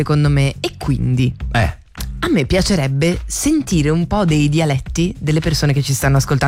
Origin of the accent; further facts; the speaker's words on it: Liguria, Italy; io sono ligure, ma il mio dialetto io lo capisco ma non lo so parlare.